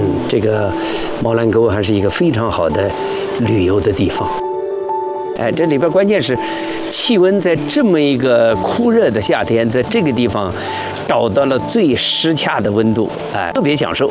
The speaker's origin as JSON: {"language": "Chinese", "town": "Zhen'an", "region": "Shaanxi", "country": "China", "tie": "born or raised there", "moved": "yes", "said": "包括我家乡镇安，很多地方的这个深山大沟，它有相似之处"}